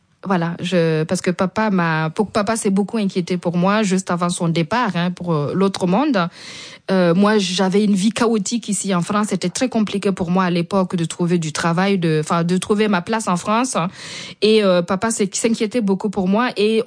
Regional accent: Burkina Faso; lui il s'est déplacé chez nous au Burkina, donc vous savez, en fait on a ce respect là chez nous les Burkinabés

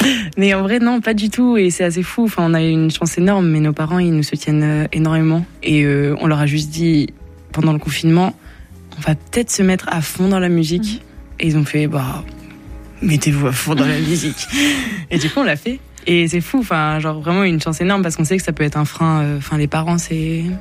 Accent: Metropolitan France, France; on a grandi en France métropolitaine

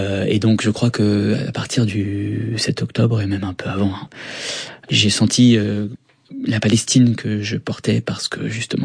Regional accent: France; born there; moi je suis né en France. J'ai été, je pense, plus proche du Liban pendant une bonne partie de ma vie, parce que j'y allais déjà régulièrement

